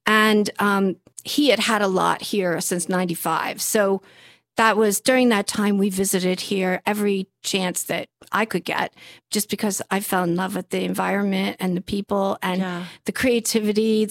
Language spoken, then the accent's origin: English; New Jersey, United States; also born or lived in Dayton, Ohio; now in Michigan, United States; And I am not a Michigander, which my husband always teases me about. I'm actually from New Jersey.